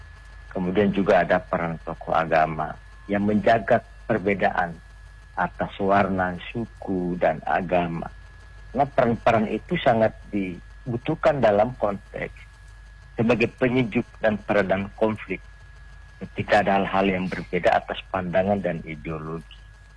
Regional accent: Gorontalo, Indonesia; Sebagai warga Gorontalo, masyarakat di Limboto khususnya Kabupaten Gorontalo itu berdampingan dengan damai.

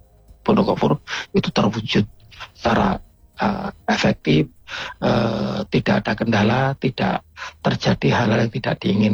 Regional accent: Lampung, Indonesia; sebagai warga sadar, sebagai warga Lampung yang menjunjung tinggi keharmonisan, sebagai tokoh masyarakat Lampung, tokoh negara

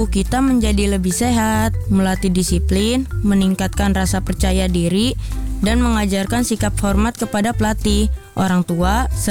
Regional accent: Jakarta, Indonesia; born there; Saya lahir di Jakarta pada tanggal 12 September 2013.

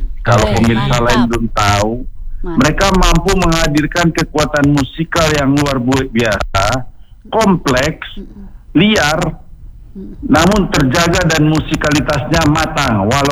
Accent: Tangerang, Banten, Indonesia; Saya orang Banten, saya bukan orang Jakarta

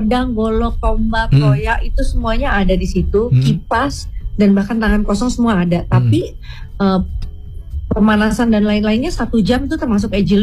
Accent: North Sulawesi, Indonesia

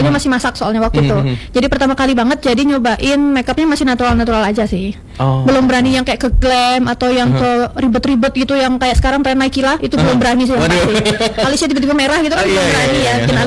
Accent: Malang, East Java, Indonesia; now in Pontianak, Indonesia; Jadi kebetulan asalnya aku tuh dari Kota Malang. Aku tuh orang Jawa asli, Jawa.

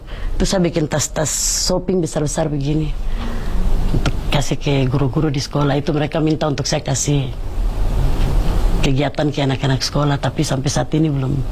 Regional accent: Papua, Indonesia; kami mama-mama nih, mungkin bisa buat hal-hal seperti begini dan tolong jaga ini hasil budaya kami orang Papua.

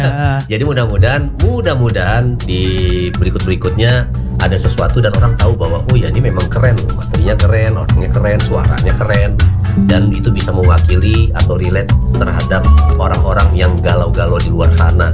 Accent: West Sumatra, Indonesia

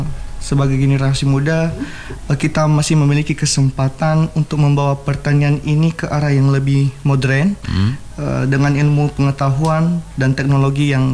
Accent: Nias, North Sumatra, Indonesia; di daerah kita Nias ini

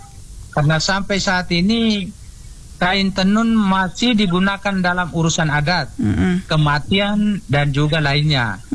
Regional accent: Lembata, East Nusa Tenggara, Indonesia; Ini adalah sebuah harga diri kita sebagai orang Ilape.

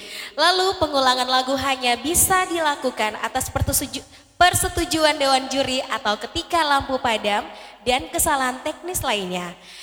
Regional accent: Palu, Central Sulawesi, Indonesia; Kita kan orang Palu suka batende.

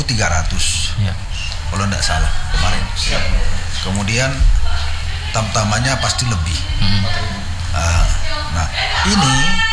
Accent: Medan, North Sumatra, Indonesia; Bukan karena orang Medannya tidak ada, buktinya saya juga orang Medan, tahu-tahu jadi danrem di sini.

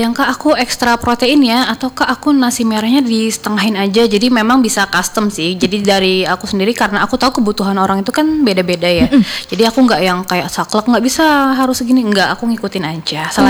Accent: South Kalimantan, Indonesia; moved away as an adult; now in Samarinda, Indonesia; pas masih di kampung aku, okay, di Kalsel tahun 2021.

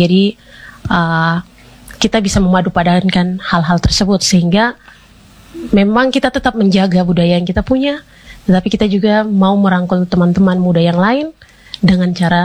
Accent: Papua, Indonesia; kita punya pakaian, kita punya musik, atau cara kita berbicara, respect sama orang, itu adalah budaya kita Papua.

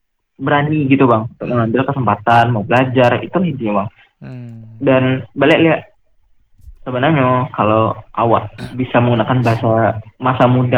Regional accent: West Sumatra, Indonesia; karena kalau pribadi sebagai orang Minang tentu ketika kal di luar kal akan bangga, oh ada ini orang Minang gitu bang.

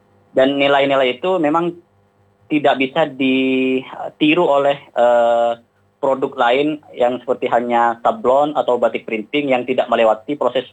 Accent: Pamekasan, East Java, Indonesia; di desa saya, di desa Kelampar

